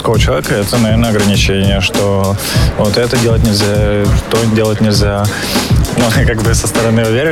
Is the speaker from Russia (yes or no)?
yes; Irkutsk, Irkutsk Oblast, Russia; я родом из Иркутска.